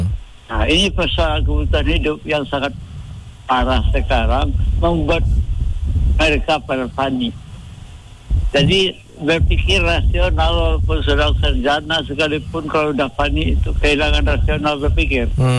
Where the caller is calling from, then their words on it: Surabaya, East Java, Indonesia; ini mungkin pendapat saya di Surabaya ini agak beda yang kali ini nih